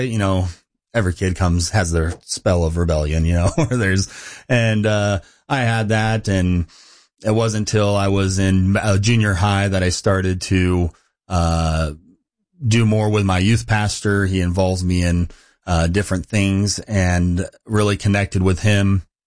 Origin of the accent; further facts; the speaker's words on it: Fresno, California, United States; also born or lived in Stockton; Yes, grew up in California, Central California, and Fresno is my hometown. And was born in Stockton, raised in Fresno my whole life. And my family went to a Baptist church there in Central California in Clovis called Central Baptist Church.